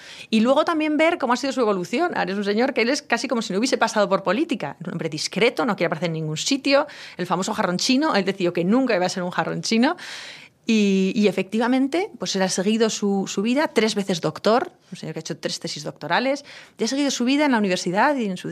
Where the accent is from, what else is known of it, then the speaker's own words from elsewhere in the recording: Pamplona, Navarre, Spain; yo tenía 18 años, y un sitio como Navarra, bueno, pues te condiciona mucho, te conoce todo el mundo, un sitio como Pamplona, una ciudad pequeña, te conoce todo el mundo